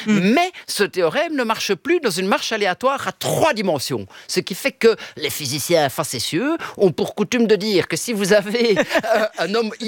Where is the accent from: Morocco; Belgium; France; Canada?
Belgium; accent: Belgian; first language Italian; French is a second language; also born or lived in Italy; now in Brussels, Belgium; J'ai grandi jusqu'à 5 ans et demi en italien. Oui. J'ai fait le jardin d'enfants, je suis arrivé au mois d'août en Belgique à 5 ans et demi, donc là je ne connaissais pas un mot de français.